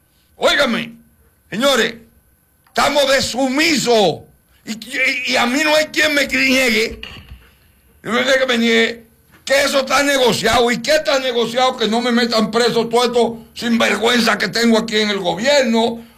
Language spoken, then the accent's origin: Spanish; Dominican Republic; Y después, por mi país.